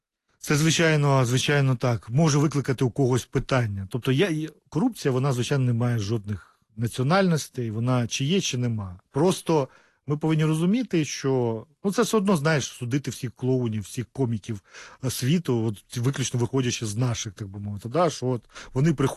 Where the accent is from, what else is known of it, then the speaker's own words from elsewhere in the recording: Kyiv, Ukraine; я сам з Подолу київського